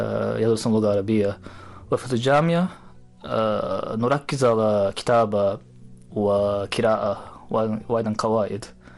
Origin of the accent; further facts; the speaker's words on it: Japan; Arabic is a second language; في اليابان ليس عندنا وقت لتعلم محادثة واستسمع ولكن في عمان طبعا كلنا أصحابي هم عمانيون